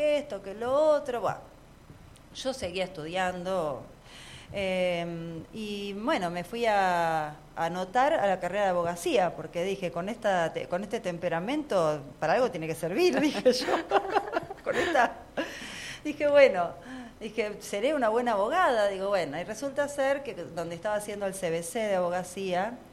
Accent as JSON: {"language": "Spanish", "town": "Monte Grande", "region": "Buenos Aires Province", "country": "Argentina", "said": "allá de donde soy yo, que soy de Monte Grande, el conurbano bonaerense."}